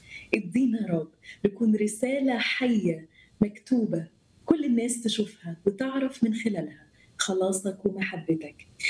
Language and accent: Arabic; Saudi Arabia; born there; أنا عمري 33 سنة، متجوزة شاب جميل خالص اسمه أندرو. أنا اتولدت في السعودية.